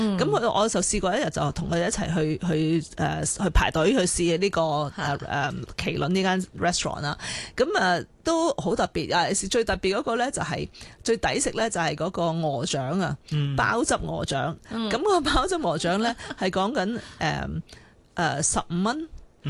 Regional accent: China; 咁好熱鬧嘅，即係全部一家大細啊，三代同堂咁去飲茶啊，好有我哋中國人嘅氣氛嘅。

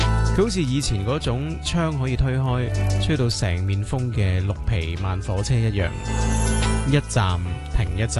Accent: Hong Kong; 去纪念一下我哋香港人嘅巨星

